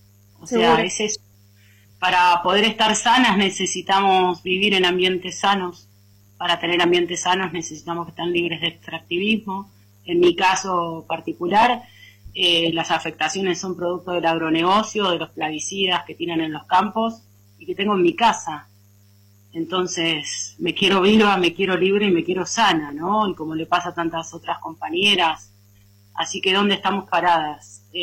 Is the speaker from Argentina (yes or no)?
yes; Pergamino, Buenos Aires Province, Argentina; moved away; yo soy nacida y criada en Pergamino, así que es un territorio que imaginarás que quiero un montón, donde todavía sigue mi mamá viviendo y donde falleció mi padre de cáncer